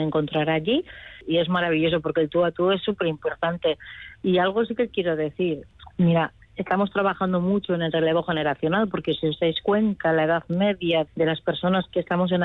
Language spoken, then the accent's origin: Spanish; Biscay, Basque Country, Spain; En Vizcaya, ¿no? Que es de donde soy.